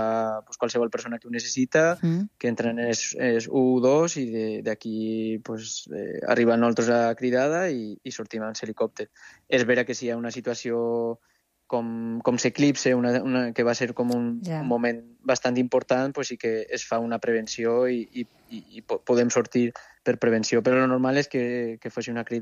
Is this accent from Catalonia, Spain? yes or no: no; Jaca, Aragon, Spain